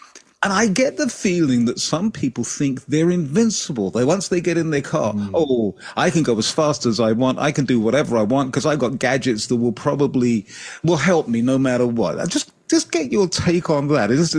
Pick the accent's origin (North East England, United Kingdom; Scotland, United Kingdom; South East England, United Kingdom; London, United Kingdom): London, United Kingdom; Growing up in London, where I did, I didn't get a car.